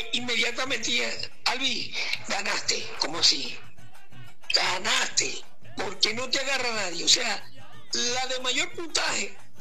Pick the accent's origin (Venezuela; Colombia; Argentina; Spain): Venezuela; Maracaibo, Zulia; Igual que el tema mío, soy maracucho.